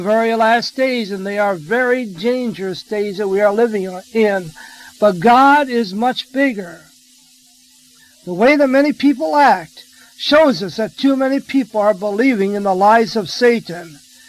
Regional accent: Ohio, United States; in Ohio, in my hometown.

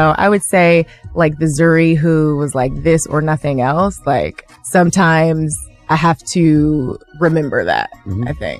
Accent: Toledo, Ohio, United States; But being from Ohio, growing up in Toledo, thank God my parents are still here

